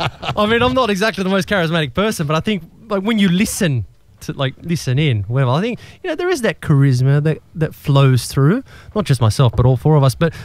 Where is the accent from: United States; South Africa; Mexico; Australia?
Australia; I know where I was born. I am an Australian, but my blood is Croatian.